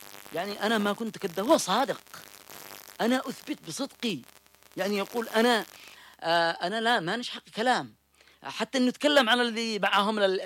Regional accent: Yemen

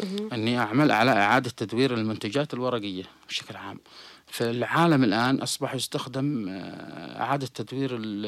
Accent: Yemen; هو أكيد عندنا في اليمن كل شيء يروح للحرق

